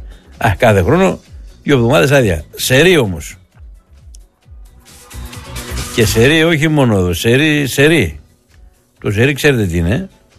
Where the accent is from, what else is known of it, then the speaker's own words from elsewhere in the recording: Thessaloniki, Central Macedonia, Greece; Δηλαδή, άμα το μάθει το παιδί από πού είστε και πού είμαι από τη Θεσσαλονίκη